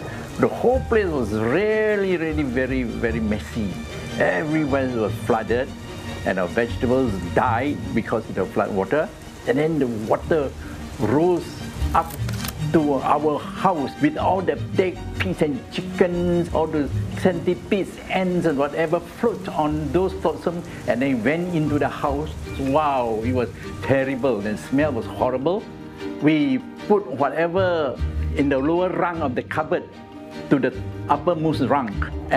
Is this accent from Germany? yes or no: no; Bedok, Singapore; I was born in 1946 in Bedok, called Tanah Merah Kecil. Tanah Merah Kecil at that time was hilly Malay kampung.